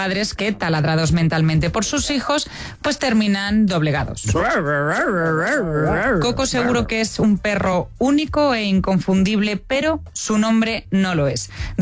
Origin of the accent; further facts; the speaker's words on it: Spain; Bueno, los españoles somos muy españoles y muy de tener mascotas.